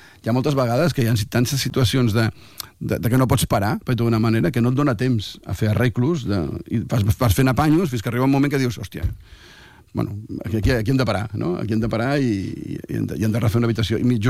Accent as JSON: {"language": "Catalan", "town": "Barcelona", "region": "Catalonia", "country": "Spain", "said": "jo que estic a Sant Joan de Déu amb la meva família aquí, els meus amics, perquè soc de Barcelona"}